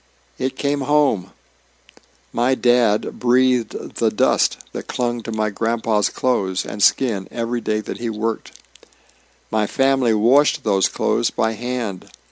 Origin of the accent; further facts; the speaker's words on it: United States; Navajo Nation, tribal and county and state elections are often located at different locations. In my hometown, the tribal election is impossible to miss. It's right at the chapter house, with food tents and community energy.